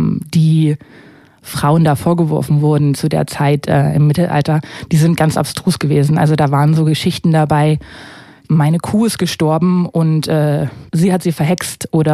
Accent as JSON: {"language": "German", "town": "Braunschweig", "region": "Lower Saxony", "country": "Germany", "tie": "born or raised there", "said": "hier in meiner Heimat"}